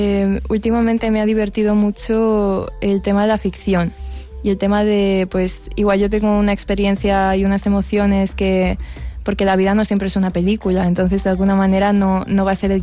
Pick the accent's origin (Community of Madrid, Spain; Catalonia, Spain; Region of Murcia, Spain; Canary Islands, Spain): Catalonia, Spain; Barcelona; also born or lived in Castell de Cabra, Teruel; yo nací y me he criado en Barcelona, pero el campo es el campo de mi pueblo, que el pueblo es Castell de Cabra, en Teruel.